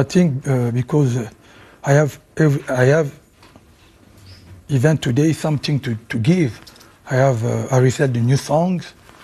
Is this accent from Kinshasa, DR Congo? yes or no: yes; Kinshasa, DR Congo; English is a second language; moved away; also born or lived in Paris; because I grew up in Kinshasa mm-hmm. and I go to the Paris when I was used to be a little bit, you know